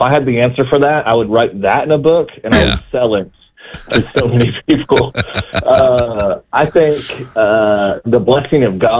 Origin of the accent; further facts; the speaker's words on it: Sullivan, Indiana, United States; I am from Sullivan, Indiana. I'm the pastor of Westside Church here in Sullivan.